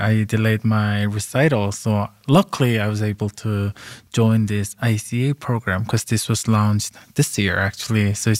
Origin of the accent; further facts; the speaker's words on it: South Korea; I'm from South Korea. I play the piano.